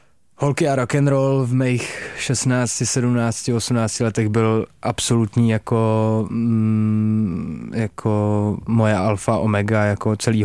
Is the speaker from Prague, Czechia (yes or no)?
no; Čelákovice, Central Bohemian Region, Czechia; Hele, já jsem původem z Čelákovic, takže...